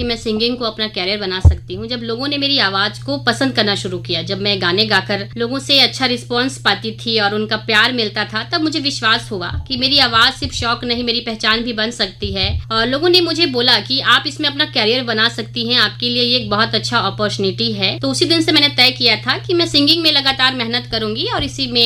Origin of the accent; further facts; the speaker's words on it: Sitapur, Chhattisgarh, India; और मैं सीतापुर सरगुजा छत्तीसगढ़ की रहने वाली हूँ।